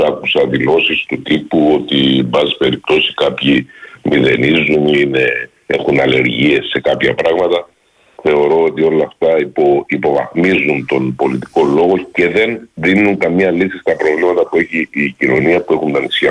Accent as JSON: {"language": "Greek", "region": "South Aegean", "country": "Greece", "said": "Κατάγομαι από την Νότια Ρόδο"}